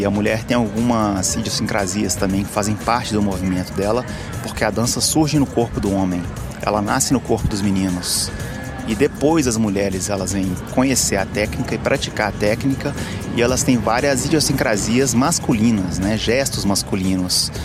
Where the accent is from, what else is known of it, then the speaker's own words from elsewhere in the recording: Minas Gerais, Brazil; O mineiro tem as tradições mineiras, que faz de nós sermos mineiros